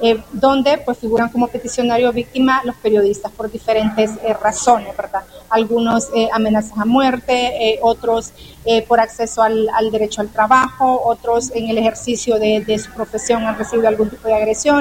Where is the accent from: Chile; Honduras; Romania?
Honduras; como hondureños y hondureñas.